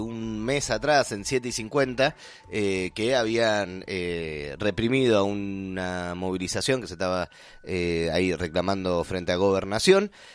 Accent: Buenos Aires Province, Argentina; now in La Plata, Argentina; el conurbano, de donde yo vengo.

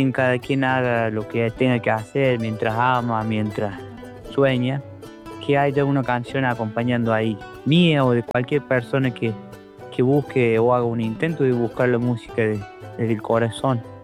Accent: Villa Dolores, Córdoba, Argentina; now in Alta Gracia area, Córdoba, Argentina; soy músico del Valle detrás de Sierra, nacido en la ciudad de Villa Dolores, mi querida ciudad de Villa Dolores, actualmente afincado por el lago de Parabachasca, cerca de Altagracia, siempre habitante de la parte serrana de Córdoba

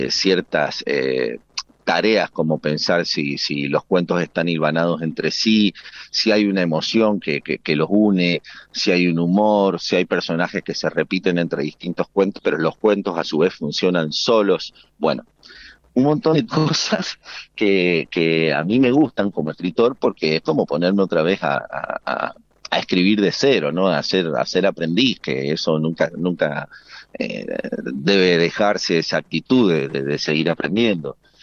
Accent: Mendoza, Argentina; Creo que soy el único mendocino, o al menos me habría enterado antes que hay otro mendocino en la camada de escritores que vamos a salir ahora.

